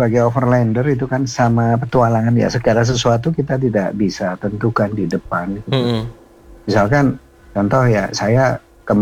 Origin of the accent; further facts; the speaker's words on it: Indonesia; Kita di tahu dari Indonesia disambut dan sebagainya.